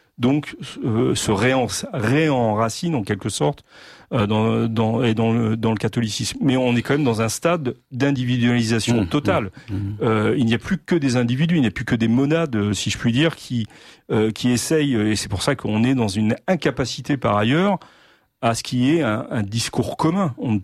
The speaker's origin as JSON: {"language": "French", "region": "Normandy", "country": "France", "moved": "yes", "said": "Moi, je suis normand d'origine. Déjà, le terme que j'emploie indique beaucoup de choses. Je suis normand d'origine. Jusqu'à mes grands-parents, toute mon ascendance n'a vécu qu'en Normandie."}